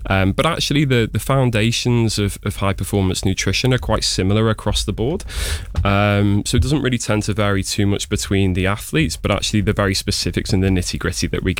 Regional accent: England, United Kingdom; So I studied in the Midlands. I'm from up north, and then I actually moved down south not so long ago. So my accent's probably a little bit all over the place.

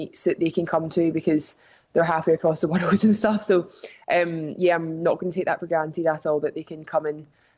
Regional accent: Glasgow, Scotland, United Kingdom; well, I'm from Glasgow. I was born and bred there. My whole family, all my friends are there.

